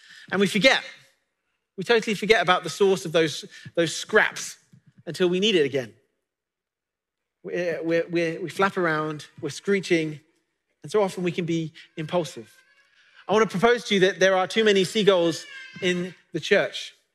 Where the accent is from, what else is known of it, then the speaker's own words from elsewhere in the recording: England, United Kingdom; moved away; And being from the UK, I know this only too well. We used to go on vacations to the beach, which was an hour away from where I used to live.